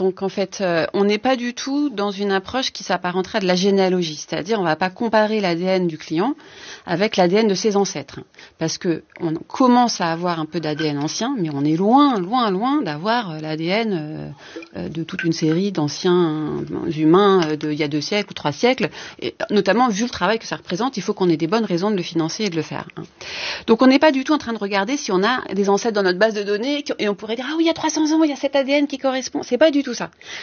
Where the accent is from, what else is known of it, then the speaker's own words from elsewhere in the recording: Paris, Île-de-France, France; born there; Donc, moi, je trouve que je suis née à Paris, donc je vais être étiquetée parisienne